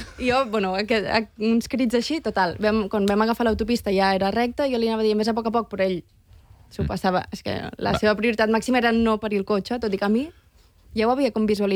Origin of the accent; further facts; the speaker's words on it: Sant Pol de Mar, Catalonia, Spain; Jo sóc de Sant Pol de Mar, són 50 i pico quilòmetres.